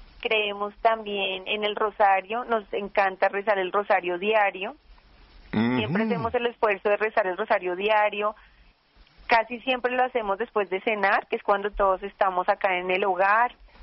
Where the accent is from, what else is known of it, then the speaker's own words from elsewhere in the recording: Bogotá, Bogotá Capital District, Colombia; born there; Nací en Bogotá. Soy una persona que nació en un hogar de mucha fe en Dios, en la Virgen, un hogar católico cristiano.